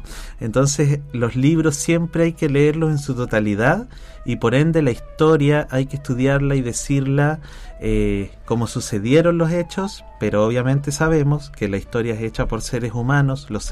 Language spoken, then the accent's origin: Spanish; Chile; nos marca a nosotros como chilenos